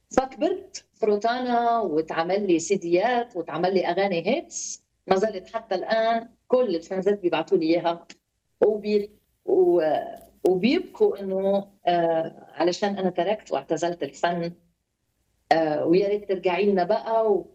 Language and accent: Arabic; Lebanon; عندنا في لبنان نقول تفشيخ